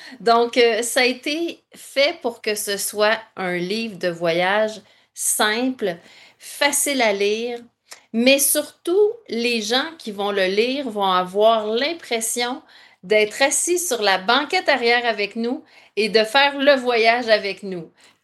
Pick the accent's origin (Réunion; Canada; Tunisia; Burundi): Canada; Quebec; born there; Je suis gaspésienne de naissance et toute ma famille est de la Gaspésie.